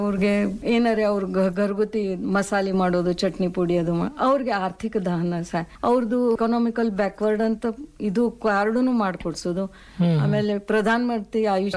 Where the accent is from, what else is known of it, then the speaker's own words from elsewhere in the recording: Karnataka, India; also born or lived in Jabalpur / Maharashtra; now in Vijayapura, India; ಮೂಲತಃ ನಾವು ಕರ್ನಾಟಕದವ್ರೆ